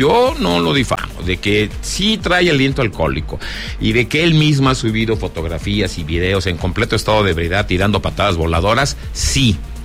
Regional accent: Zacatecas, Mexico; en mi tierra Zacatecas

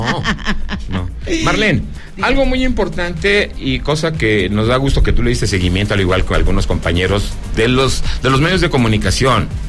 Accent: Zacatecas, Mexico

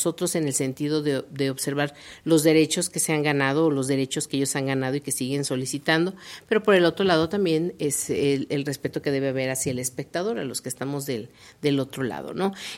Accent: Mexico

